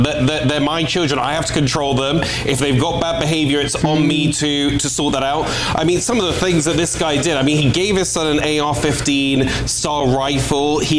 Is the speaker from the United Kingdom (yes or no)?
yes; United Kingdom; as a Brit